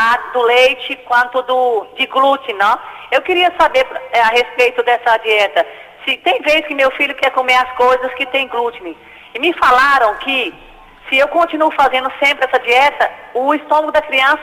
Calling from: Italy; Eu tô falando da Itália.

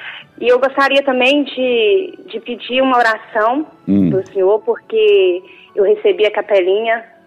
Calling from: Entre Folhas, Minas Gerais, Brazil; Eu falo de Entre Folhas, Minas Gerais.

